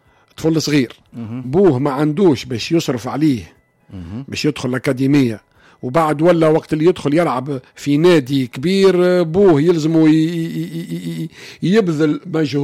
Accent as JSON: {"language": "Arabic", "town": "Kairouan", "region": "Kairouan Governorate", "country": "Tunisia", "tie": "born or raised there", "said": "انا تربيت في القيروان"}